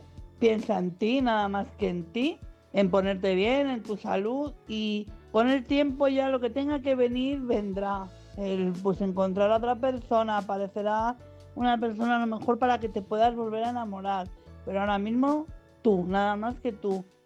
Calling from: Madrid, Community of Madrid, Spain; de Madrid.

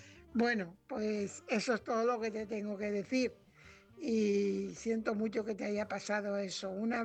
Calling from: Fuenlabrada, Community of Madrid, Spain; corresponsal de Fuenlabrada.

